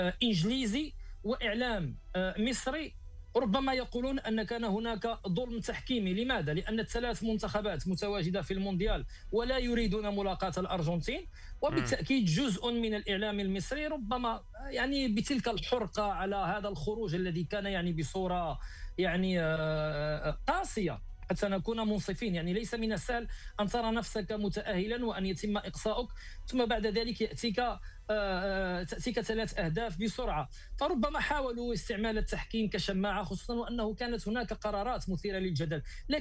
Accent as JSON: {"language": "Arabic", "country": "Morocco", "said": "نحن كمغاربة"}